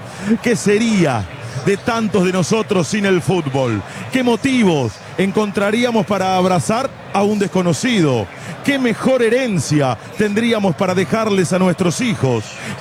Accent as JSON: {"language": "Spanish", "country": "Argentina", "said": "somos argentinos"}